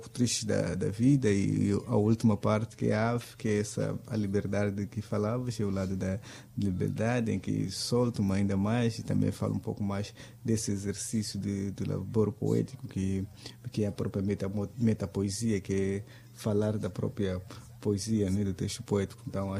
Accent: Quelimane, Zambezia, Mozambique; mas estou a falar do Rio dos Bons Sinais, ainda volto a falar da minha cidade

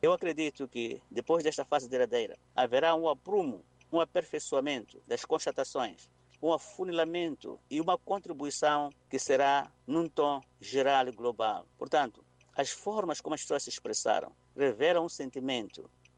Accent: Mozambique; Como é que nós, doravante, como moçambicanos, poderemos dialogar permanentemente

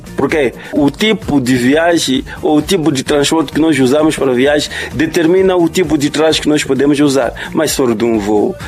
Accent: Gorongosa, Sofala, Mozambique; born there; now in Manica Province, Mozambique; eu fui um dos alunos na escola de Gorongosa, Centro Educacional de Gorongosa. Lá vivíamos com freis

